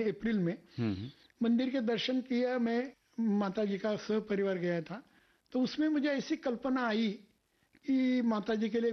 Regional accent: Maharashtra, India; अभी मैं महाराष्ट्र का रहने वाला हूँ

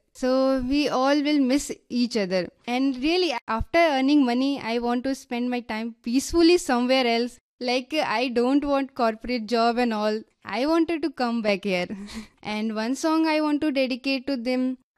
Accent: Delhi, India; English is a second language; I am from Delhi, so like nature and all this thing are very less in Delhi.

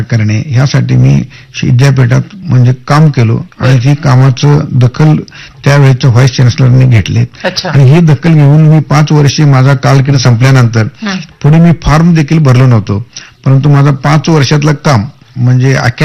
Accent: Tikoni, Maharashtra, India; मी स्वतःहून तिकोंडीतनं शिकून तिकोणीचा जन्म घेऊन मी बाहेर शिकत होतो आणि माझ्या गावी शिकायला बाहेर गावांना लोक येत होतं

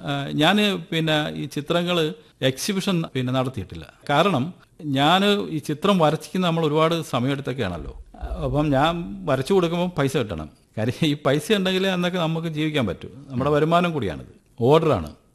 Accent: Hariharapuram, Kerala, India; ഇങ്ങനെയുള്ള ഒരു പ്രകൃതി രമണീയമായ ഹരിഹരപുരം എന്ന എന്റെ ഗ്രാമത്ത് ജനിച്ചു വളർന്നതിന്റെ

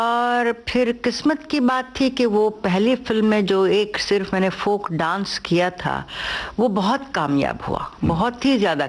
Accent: Tamil Nadu, India; also born or lived in Vijayawada; मेरे ख्याल से कुछ घंटे डेढ़ घंटे का सफर है चेन्नई से वहाँ, मतलब मैं तमिलियन हूँ समझिए।

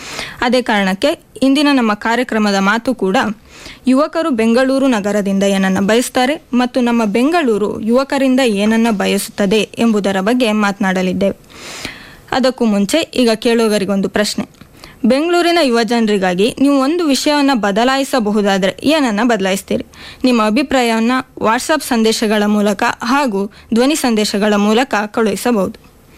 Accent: Shivamogga, Karnataka, India; moved away as an adult; now in Bengaluru, India; ನಾನು ಶಿವಮೊಗ್ಗದಿಂದ ಬಂದಿದ್ದೀನಿ.

